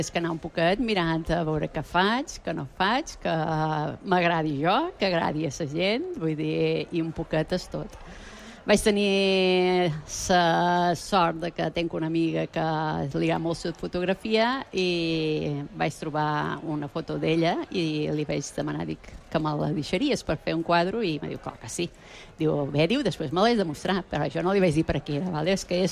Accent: Es Migjorn Gran, Balearic Islands, Spain; som dels Mitjors

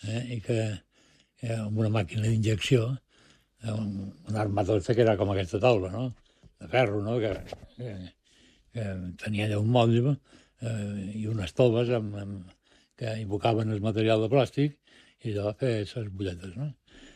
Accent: Menorca, Balearic Islands, Spain; born there; also born or lived in Madrid; de molt jovenet, perquè vaig arribar a Menorca que tenia 10 anys. Ja en tens 73, ja m'ho diràs tu, si no som menorquins, no sé què som. Ja no puc dir, d'on ets tu, de Madrid? No, de Madrid oficialment, però res més.

